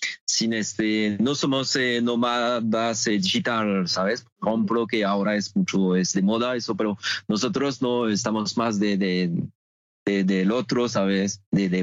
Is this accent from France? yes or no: yes; France; Spanish is a second language; moved away; yo soy francés